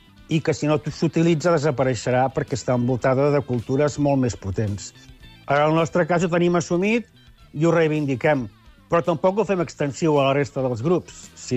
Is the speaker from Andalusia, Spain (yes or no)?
no; Constantí, Catalonia, Spain; ja ho sap la gent que som de Constantí.